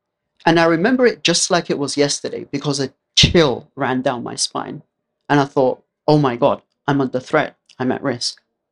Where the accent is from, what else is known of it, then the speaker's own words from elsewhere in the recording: London, United Kingdom; I grew up in East London. So very economically deprived area. A lot of people from immigrant backgrounds.